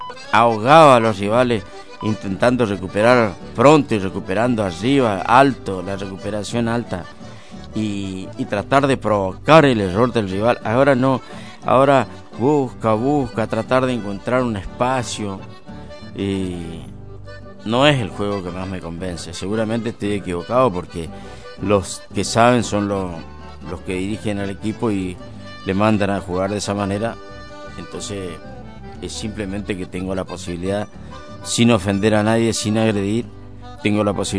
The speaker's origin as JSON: {"language": "Spanish", "country": "Argentina", "said": "Me siento tan argentino como todos."}